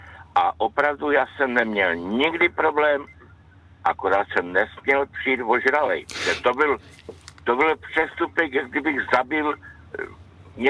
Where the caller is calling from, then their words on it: Olomouc, Olomouc Region, Czechia; z Olomouce.